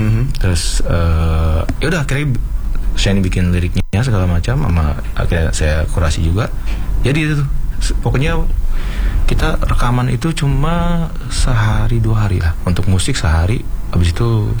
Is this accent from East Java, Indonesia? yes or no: no; Jakarta, Indonesia; born there; Asli kalau lahir Jakarta.